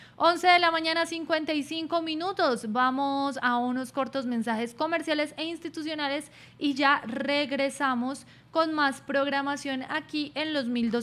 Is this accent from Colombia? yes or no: yes; Colombia; Es una oportunidad muy bonita para que usted ore por Colombia y también disfrute de todas las cosas maravillosas que hay en Colombia, de su gastronomía, festival típicos de mi tierra y Eucaristía por Colombia.